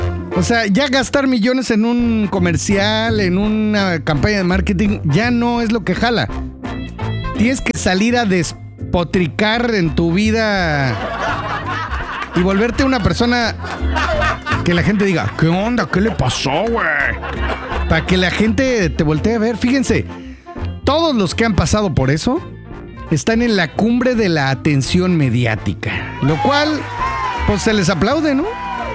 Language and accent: Spanish; State of Mexico, Mexico; now in Mérida, Mexico; Yo que vengo del Estado de México